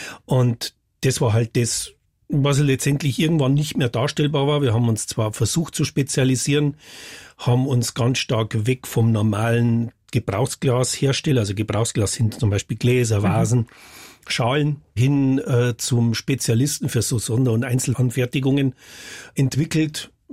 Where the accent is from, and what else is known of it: Frauenau, Bavaria, Germany; born or raised there